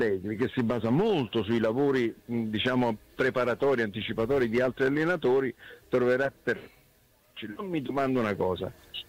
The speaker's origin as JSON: {"language": "Italian", "town": "Naples", "region": "Campania", "country": "Italy", "said": "poi ogni volta appena scrivo qualche cosa sul Napoli, io napoletano, mi arrivano sempre le critiche"}